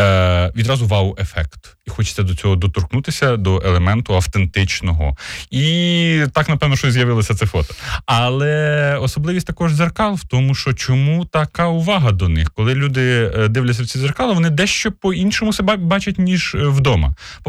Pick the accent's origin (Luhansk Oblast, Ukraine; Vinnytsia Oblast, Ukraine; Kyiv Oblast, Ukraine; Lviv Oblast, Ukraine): Vinnytsia Oblast, Ukraine; Vinnytsia; Ми, вінничани